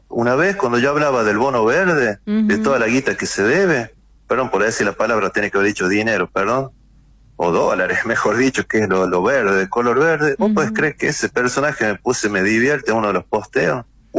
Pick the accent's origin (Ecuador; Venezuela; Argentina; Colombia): Argentina; Siendo un argentino que estoy viendo que toda la gente no llega ni al 10 de cada mes